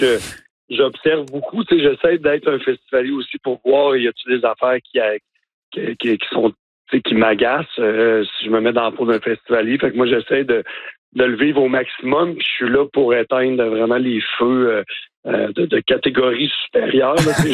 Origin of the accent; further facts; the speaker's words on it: Baie-Saint-Paul, Quebec, Canada; moi et Anne-Marie, qui a parti l'événement avec moi, on est born and raised, là, on est de Baie-Saint-Paul, fait qu'on connaît les gens